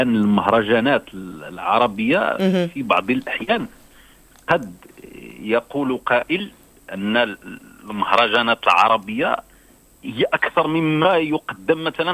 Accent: Morocco; عندنا في المغرب

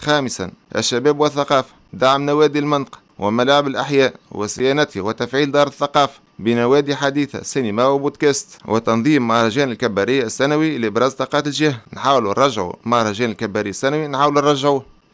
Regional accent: Tunis, Tunis Governorate, Tunisia; سينا 2 والمروج 2، كبارية 1 و2 و3 و4 وحي النور. هذه كل حومتي الكبيرة اللي كبرت فيها

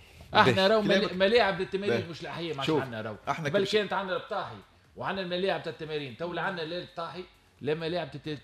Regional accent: Tunisia; ثم مشكل عندنا في تونس

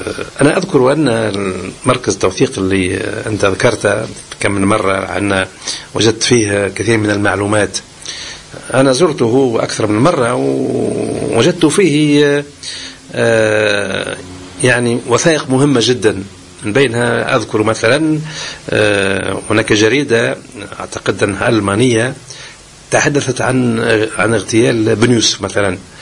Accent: Tunisia; لكن في آخر الأمر احنا كتونسيين احنا باش نستفادوا من العمل

